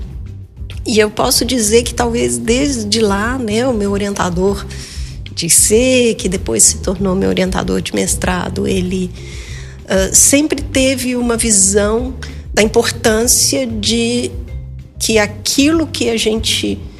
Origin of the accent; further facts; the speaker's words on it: Belo Horizonte, Minas Gerais, Brazil; also born or lived in Uberlândia; sou mineira, eu sou de Belo Horizonte, mas na adolescência eu me mudei para Uberlândia